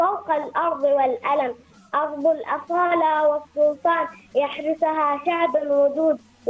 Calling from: Al Wafi, Ash Sharqiyah South, Oman; من ولاية الكامل والوافي، تحديدا في الوافي في حدر بلاد.

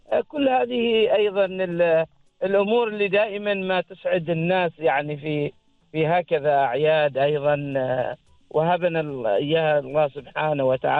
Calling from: Bidbid, Ad Dakhiliyah, Oman; من نفعة ولاية بدبد.

